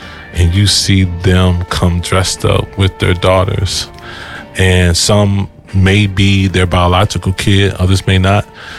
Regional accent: East Chicago, Indiana, United States; moved away as an adult; now in Minneapolis, United States; I'm originally from Indiana, East Chicago, Indiana.

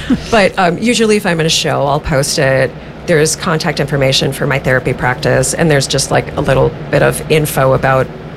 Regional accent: Minnesota, United States; I grew up in Minnesota, but I am apparently not of Minnesota.

